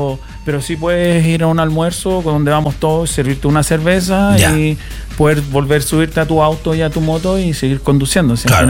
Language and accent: Spanish; Chile; moved away as an adult; now in Melbourne, Australia; yo soy chileno, yo adoro mi Chile, pero hasta el momento ya voy mitad y mitad, ya tengo la mitad. ¿Ya? Tengo la mitad de mi vida hecha allá en Australia